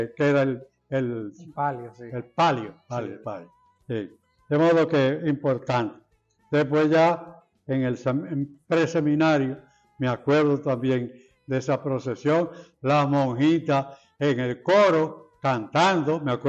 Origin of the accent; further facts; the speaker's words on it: Salcedo, Hermanas Mirabal, Dominican Republic; y también en Salcedo, en mi pueblo natal